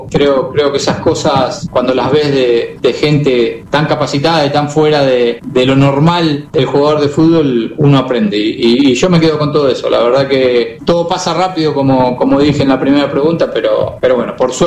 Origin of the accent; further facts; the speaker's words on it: Argentina; lo único que como argentino le deseamos es que sea feliz